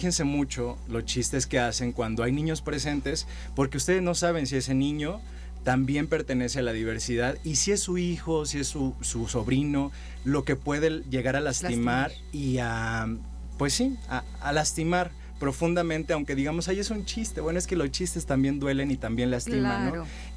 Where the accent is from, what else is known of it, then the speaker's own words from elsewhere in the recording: San Luis Potosí, Mexico; born there; also born or lived in Ciudad del Carmen, Campeche; de mi infancia, de mi adolescencia aquí en San Luis Potosí.